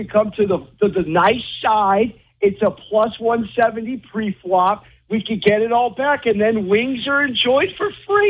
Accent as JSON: {"language": "English", "town": "San Diego", "region": "California", "country": "United States", "said": "Listen, man, I'm from San Diego. It's a lot of nice weather as well."}